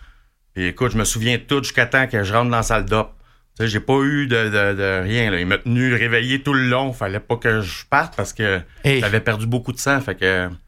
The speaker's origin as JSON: {"language": "French", "town": "Pointe-aux-Trembles", "region": "Quebec", "country": "Canada", "said": "C'est Pointe-aux-Trembles, c'est mon secteur."}